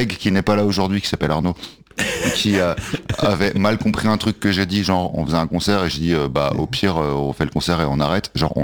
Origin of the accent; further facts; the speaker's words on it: south of France, France; accent: southern; Et pourquoi j'ai l'accent du sud, je sais pas.